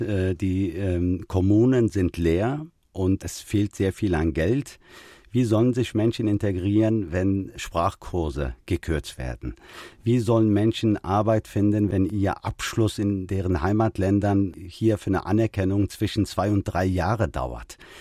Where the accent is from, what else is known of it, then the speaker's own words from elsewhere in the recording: Germany; Ich gehöre in diese Gesellschaft. Ich bin Deutscher, aber ich habe auch eine Identität. Ja, das kann die türkische, arabische, kurdische Identität sein.